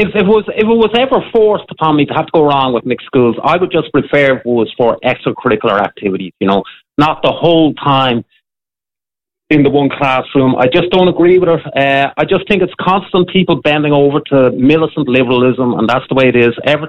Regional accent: Dublin, Leinster, Ireland; I come from Clontarf, right?

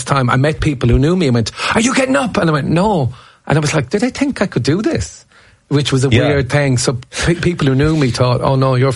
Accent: Corbally, Munster, Ireland; I'm from Corbally. They brought the All-Ireland to the primary school when I was a kid.

